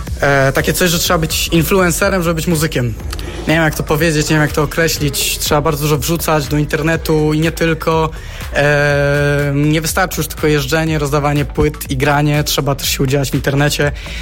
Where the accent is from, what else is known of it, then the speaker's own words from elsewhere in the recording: Opole, Opole Voivodeship, Poland; wydaje mi się, że ludzie lubią ten typ muzyki u nas w Opolu i nie tylko.